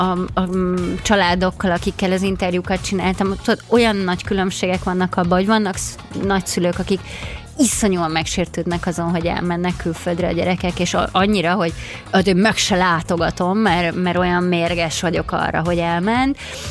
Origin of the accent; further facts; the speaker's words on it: Brazil; Brazíliába megmutatni a családomnak azt, hogy hol voltam gyerek